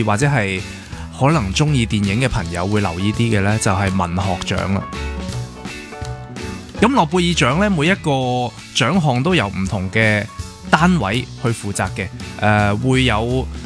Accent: Hong Kong; 我哋香港人

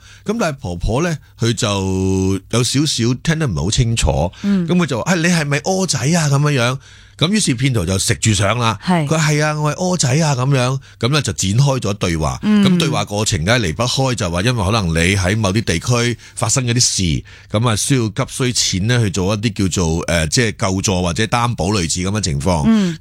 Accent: Hong Kong

